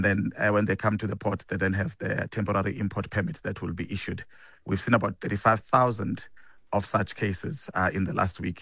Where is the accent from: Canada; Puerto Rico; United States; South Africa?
South Africa